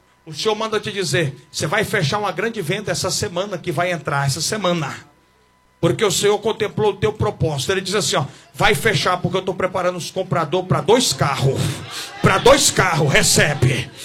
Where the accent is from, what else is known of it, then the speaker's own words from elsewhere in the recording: Goiás, Brazil; desculpa a expressão vulgar, eu sou do Goiás.